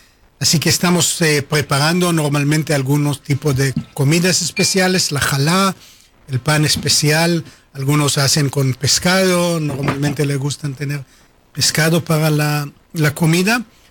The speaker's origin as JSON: {"language": "Spanish", "town": "Gedera", "region": "Central District", "country": "Israel", "tie": "born there", "second_language": "Spanish", "said": "Yo nací en Israel, en una ciudad que se llama Gedera."}